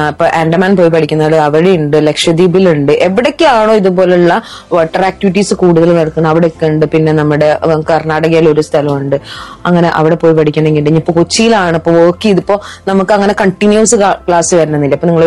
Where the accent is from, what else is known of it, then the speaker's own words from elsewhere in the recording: Pattambi, Kerala, India; എന്റെ നാട്ടുകാർ ഭയങ്കര പാവങ്ങളാണ്, ഭയങ്കര നിഷ്കളങ്കരായിട്ടുള്ള ഒരു ആളുകളാണ് ഏകദേശം പാലക്കാട് പട്ടാമ്പി അല്ലെങ്കിൽ പാലക്കാട് ഏരിയാസിലുള്ളവർ എന്ന് പറയുന്നത്.